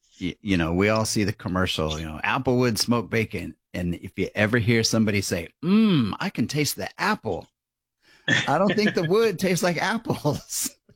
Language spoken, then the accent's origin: English; Arizona, United States; I grew up in Arizona, okay, and there was a lot of mesquite used around there